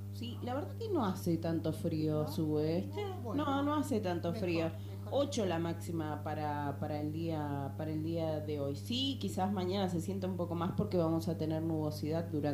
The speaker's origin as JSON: {"language": "Spanish", "town": "Perito Moreno", "region": "Santa Cruz", "country": "Argentina", "tie": "born or raised there", "moved": "as an adult", "said": "si bien soy nacida y criada acá en Perito Moreno, después me fui muchos años"}